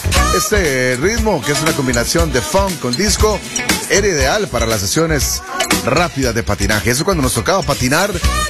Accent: San José, Costa Rica; moved away as an adult; now in Alajuela, Costa Rica; yo hasta hace unos añitos es que vivo ya aquí en la Liga. Pero yo soy allá de Zapote, o sea, yo soy de San José. Entonces nunca anduve por estos lados.

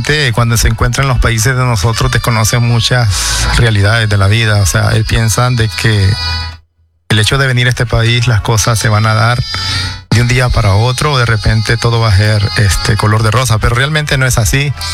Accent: south, Honduras; Somos de Honduras, orgullosamente, de un área caliente, ¿verdad? Donde se come el marisco y los curiles.

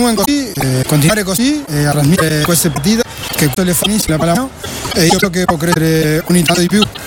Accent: Canelones, Uruguay; vengo de Uruguay, de Canelones

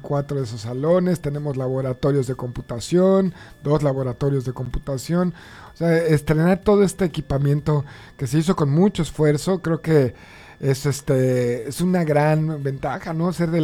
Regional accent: Cuernavaca, Morelos, Mexico; Yo soy de Cuernavaca, Morelos

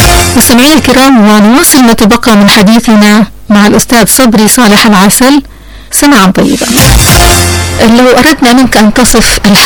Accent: Hadramaut, Yemen; accent: Hadrami; لهجتنا الحضرمية

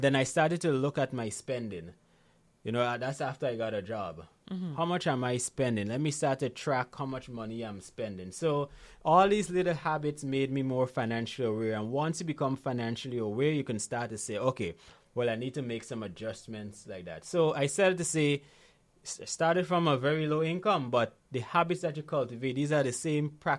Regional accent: Guyana; born there; also born or lived in Grenada; I was born in Guyana, by the way.

